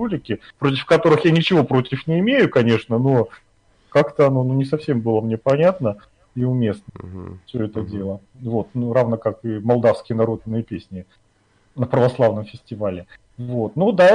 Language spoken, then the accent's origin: Russian; Murmansk, Murmansk Oblast, Russia; moved away; то есть я из Мурманска давно уехал, но тем не менее я связь поддерживаю.